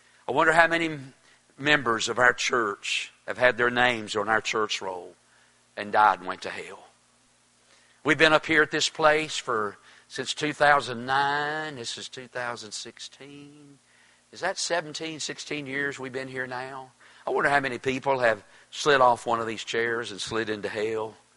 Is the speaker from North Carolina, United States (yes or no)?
yes; Toast, North Carolina, United States; I'm from Toast, North Carolina. I ain't been nowhere much in my life.